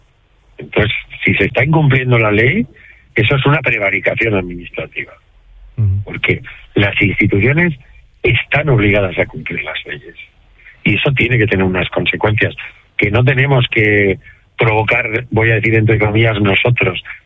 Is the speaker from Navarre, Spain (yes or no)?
yes; Pamplona, Navarre, Spain; also born or lived in Pereje, León; cuando yo nací en Navarra, iba los veranos a Pereje